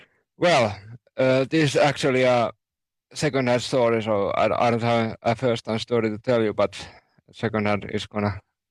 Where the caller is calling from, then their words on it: Finland; English is a second language; I'm calling from Finland.